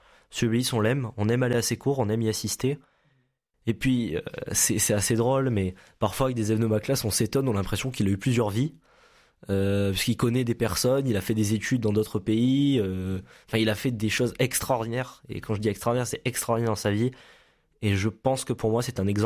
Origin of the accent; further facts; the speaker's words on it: Montpellier, Occitanie, France; born there; also born or lived in Carcassonne / Lodève; j'ai été du coup dans plusieurs villes, donc Carcassonne, oui. Lodève, puis ici Montpellier. J'ai fait à Lodève, j'étais dans l'école Saint-Joseph.